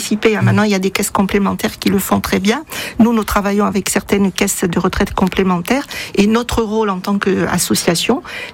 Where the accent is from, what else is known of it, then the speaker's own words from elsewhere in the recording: Corsica, France; Surtout chez nous, en Corse.